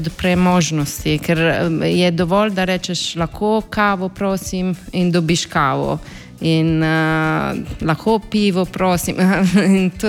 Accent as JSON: {"language": "Slovenian", "country": "Italy", "second_language": "Slovenian", "moved": "as an adult", "lives_now": "Ljubljana, Slovenia", "said": "da nisem iz Primorske in da sem iz Italije."}